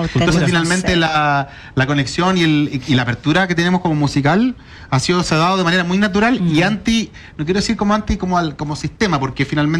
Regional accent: Chile; más allá de ser chileno

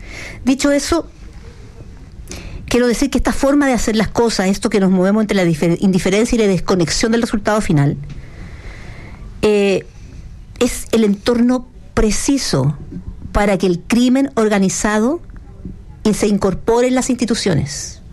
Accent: Chile

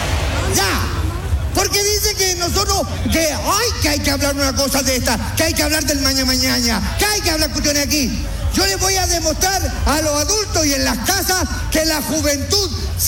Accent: La Florida, Santiago Metropolitan Region, Chile; Yo soy de la Floriguana, o sea, de la Florida. Yo soy de ahí.

